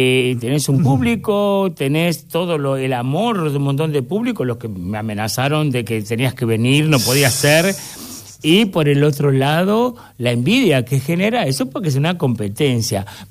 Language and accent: Spanish; Argentina; se van a dar cuenta que soy argentino con el orgullo.